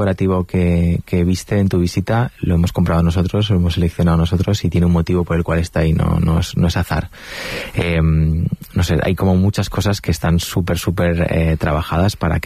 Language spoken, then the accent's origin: Spanish; Valencian Community, Spain